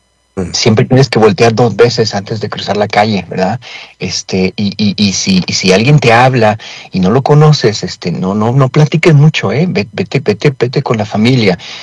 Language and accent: Spanish; Mexico; born there; todos los que yo escuché en México